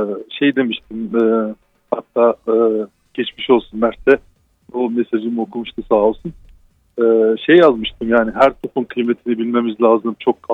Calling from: Istanbul, Turkey; ben İstanbul'dan.

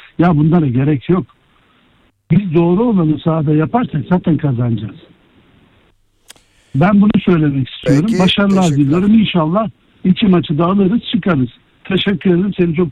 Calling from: Istanbul, Turkey; İstanbul'dan.

